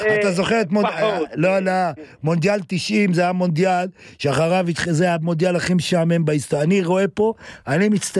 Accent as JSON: {"language": "Hebrew", "town": "Jerusalem", "region": "Jerusalem District", "country": "Israel", "tie": "born or raised there", "said": "כי אני גדלתי, אני ירושלים מעיר סובלנית"}